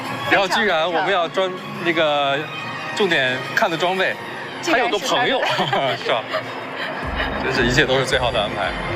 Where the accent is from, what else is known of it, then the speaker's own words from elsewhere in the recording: China; 我是中国的